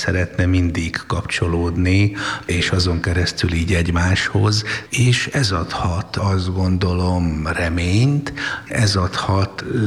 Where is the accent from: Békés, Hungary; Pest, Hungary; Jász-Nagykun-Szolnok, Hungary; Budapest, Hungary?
Jász-Nagykun-Szolnok, Hungary; Szolnok; én szolnoki vagyok